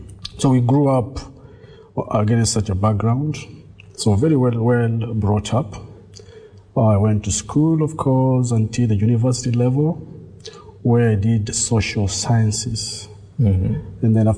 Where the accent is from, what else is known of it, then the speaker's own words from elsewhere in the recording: Nairobi, Kenya; now in Seychelles; I'm from Kenya. It's where I was born, in Nairobi. And this was 1973, if you like. Well, I was born in a big family